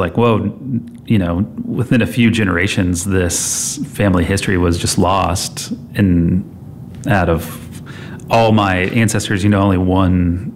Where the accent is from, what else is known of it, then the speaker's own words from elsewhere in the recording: Elwood, Indiana, United States; I'm from Elwood